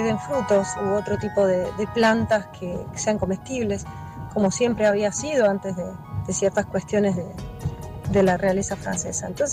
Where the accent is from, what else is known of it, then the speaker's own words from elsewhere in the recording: Argentina; Ya que en nuestro caso, al menos como argentinos, tenemos terreno mucho